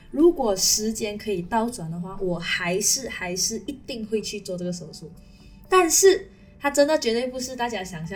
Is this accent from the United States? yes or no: no; Pahang, Malaysia; 我的家乡在彭亨直良